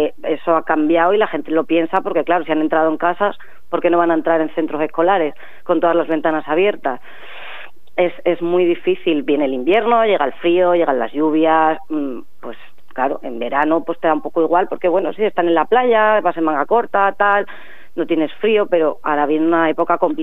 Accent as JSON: {"language": "Spanish", "region": "Ceuta", "country": "Spain", "said": "a nosotros como ceutíes, como ciudadanos españoles"}